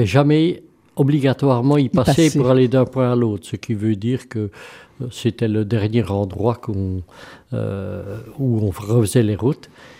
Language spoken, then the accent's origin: French; Lavaux-Sainte-Anne, Wallonia, Belgium; also born or lived in Floreffe; Moi, je suis né dans un petit village de 350 habitants, à Lavaux-Sainte-Anne, dont mon papa était l'instituteur communal et ma maman l'institutrice du libre. Donc, il y avait un dialogue à la maison immédiat. Et donc, oui, j'ai grandi là